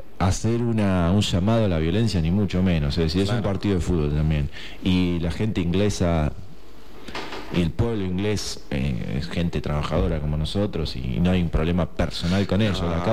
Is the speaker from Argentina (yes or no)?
yes; Argentina; El problema que tenemos como argentinos es con el Foreign Office, con el Eton College.